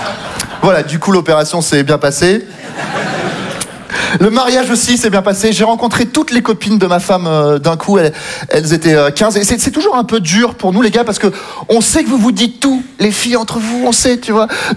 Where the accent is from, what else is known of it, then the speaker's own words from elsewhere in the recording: south of France, France; Moi, je viens du Sud, ok.